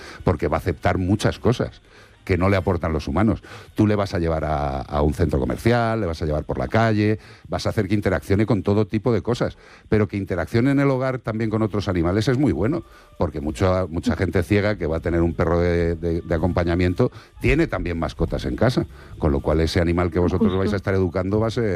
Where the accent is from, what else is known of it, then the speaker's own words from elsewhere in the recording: Madrid, Community of Madrid, Spain; born there; Yo nací en Madrid. Un error.